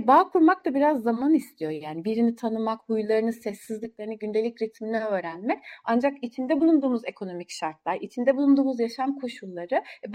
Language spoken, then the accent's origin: Turkish; Istanbul, Turkey; Ankara övmen bir İstanbullu olarak beni çok şaşırttı.